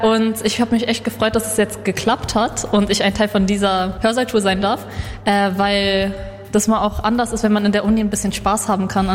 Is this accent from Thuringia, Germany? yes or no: no; Berlin, Germany; ich bin 20 Jahre alt und ich komme aus Berlin-Neukölln.